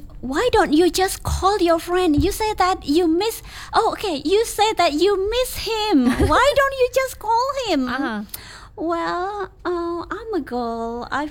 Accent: Japan; first language Japanese; English is a second language; now in Yogyakarta, Indonesia; So because my native language is Japanese, and but Adis, even though you are not Japanese

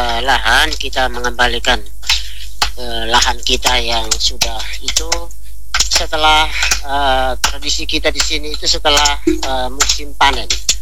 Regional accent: East Nusa Tenggara, Indonesia; kita sebagai orang Timor

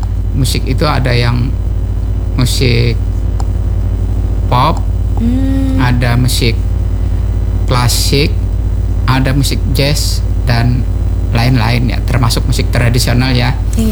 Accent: South Kalimantan, Indonesia

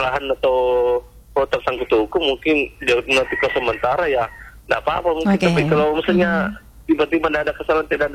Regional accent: South Sulawesi, Indonesia; pengalaman sebelumnya yang terjadi di daerah saya sendiri, Mbak, di Kabupaten Bone.

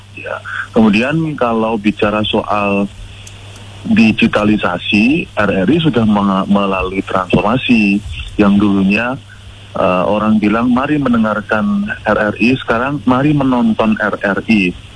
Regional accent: Yogyakarta, Special Region of Yogyakarta, Indonesia; Yang pertama itu secara umum ya, karena saya dari Jogja ya

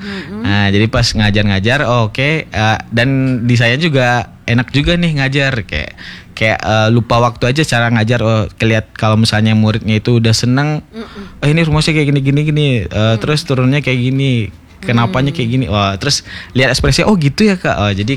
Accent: West Sumatra, Indonesia; now in Bandung, Indonesia; Aku orang Sumatera Barat, Ibu.

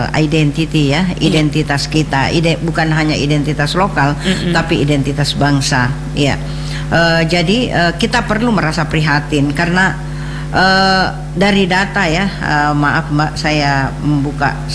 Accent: Makassar, South Sulawesi, Indonesia; accent: Makassar dialect; Saya kan sudah berdialek ya. Makassar.

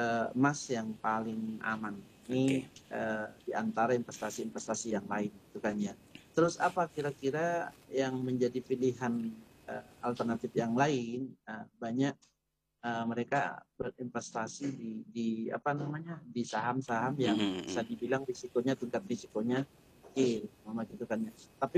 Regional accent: East Java, Indonesia; Atau kita orang Madura pertama gitu kan.

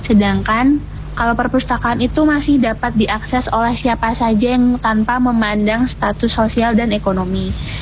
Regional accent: Yogyakarta, Special Region of Yogyakarta, Indonesia; Saya adalah warga Jogja asli.

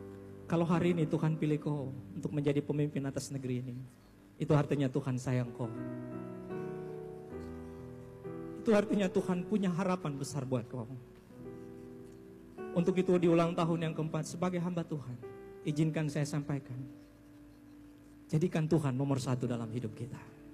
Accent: Papua, Indonesia; Kami di Papua Selatan, saya dengan teman-teman, kita jalan.

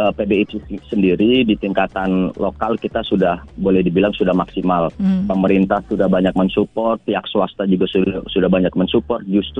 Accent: Palu, Central Sulawesi, Indonesia; Saya kebetulan juga dari kampung dulu, saya dari Palu, Sulawesi Tengah.

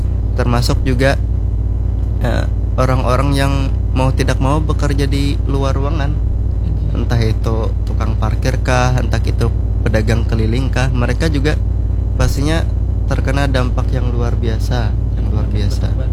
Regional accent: Banjar, South Kalimantan, Indonesia; kita sebagai orang Banjar, sebagai orang Kalimantan

